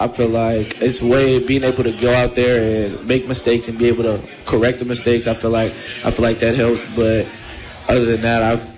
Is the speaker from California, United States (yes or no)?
yes; Oakland, California, United States; moved away as an adult; I came from Oakland Tech.